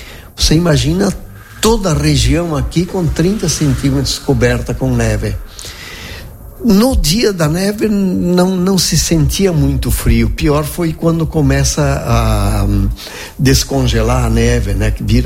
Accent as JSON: {"language": "Portuguese", "town": "Marau", "region": "Rio Grande do Sul", "country": "Brazil", "tie": "born or raised there", "also_born_or_lived": "Guaporé", "moved": "as an adult", "said": "Saí de Marau com 19 anos"}